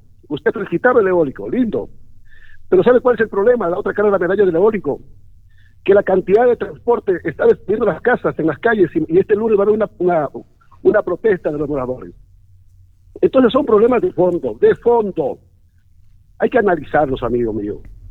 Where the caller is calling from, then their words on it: Chuquiribamba, Loja, Ecuador; Yo soy de Chuquibamba, amigo mío.